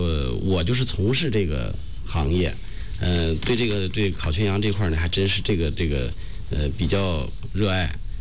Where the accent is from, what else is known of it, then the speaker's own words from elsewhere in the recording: Chengde, Hebei, China; 也是咱们地道的承德人，我是82年出生的